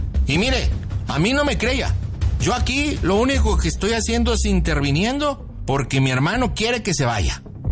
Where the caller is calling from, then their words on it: Hidalgo, Mexico; Soy hermano de Vicente, le estoy hablando acá de Hidalgo.